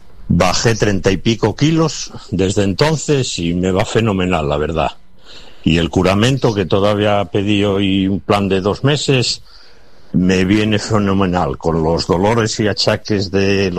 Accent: Asturias, Spain

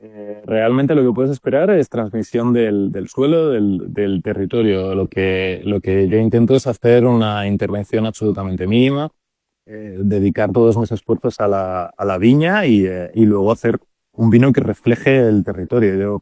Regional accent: Madrid, Community of Madrid, Spain; Yo soy de Madrid, la Sierra de Gredos está muy cerquita

